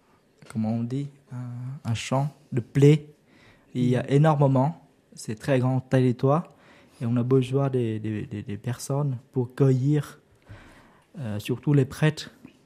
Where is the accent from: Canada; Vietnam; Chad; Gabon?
Vietnam; French is a second language; moved away as an adult; now in France; quand j'étais petit au Vietnam, j'étais un berger.